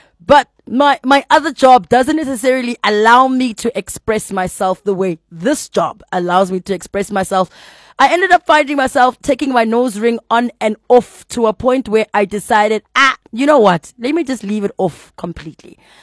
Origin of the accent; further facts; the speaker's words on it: Alberton, Gauteng, South Africa; I'm from Alberton. There's not much that takes place in Bracken.